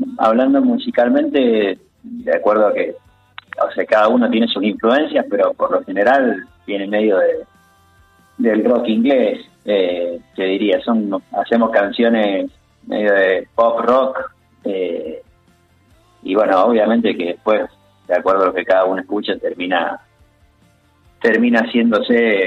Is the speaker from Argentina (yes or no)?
yes; San Martín, Mendoza, Argentina; Soy de San Martín. En realidad, tres de nosotros de la banda somos acá del este.